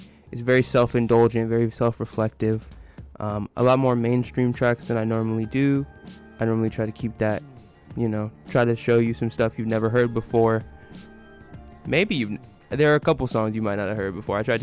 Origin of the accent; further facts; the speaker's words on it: Atlanta, Georgia, United States; I'm from Atlanta.